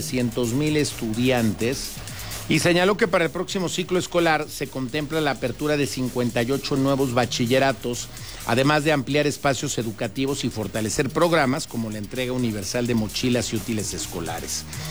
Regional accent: Mexico; soy orgullosamente mexicano

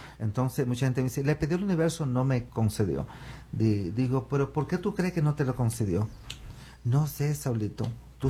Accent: Santo Domingo, Dominican Republic; born there; also born or lived in Aruba / Sint Maarten / Netherlands / Spain; nací en Santo Domingo, viví en Aruba, viví en la isla San Martín, viví en Holanda, viví en España, estaba chico en Australia

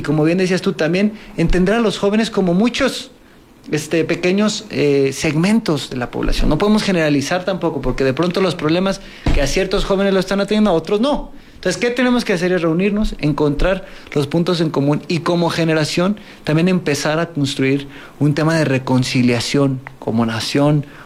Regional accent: Durango, Mexico; la misma responsabilidad me obliga a estar viajando constantemente y estar trabajando desde la Ciudad de México. Sin embargo, yo nunca he perdido la esencia de mi tierra, que es Durango

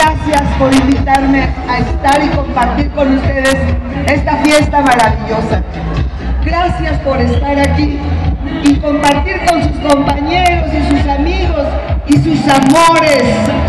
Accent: Mexico; la que nos merecemos como mexicanos.

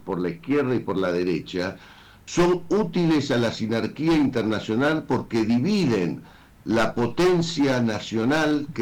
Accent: Argentina; yo creo que todos somos argentinos, todos nacimos en esta tierra, todos tenemos aquí nuestra familia y hemos trabajado aquí.

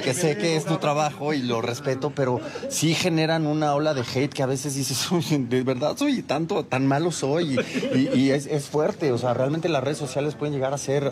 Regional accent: Mexico; Uniendo fuerzas como mexicanos, que ya el Teletón se ha vuelto una tradición en nuestro país para ayudar a tanta gente que realmente lo necesita.

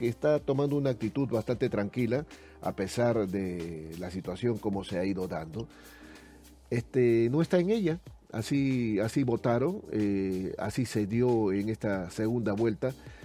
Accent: Lima, Peru; moved away as an adult; El caso mío fue cuando salí de Lima en el momento que Alan García estaba en el poder en su primer gobierno.

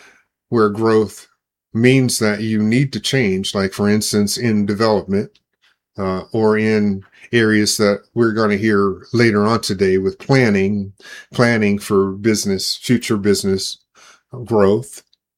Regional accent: Omaha, Nebraska, United States; now in Denver, United States; Omaha, Nebraska, which happens to be my hometown.

